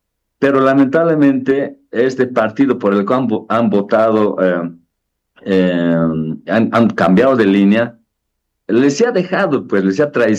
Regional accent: Bolivia; todos somos bolivianos

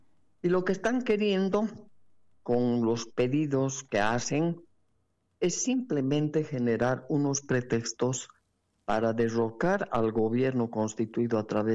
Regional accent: Bolivia; profundamente preocupada por la situación, como todo boliviano responsable, ciudadano comprometido con sus propios intereses

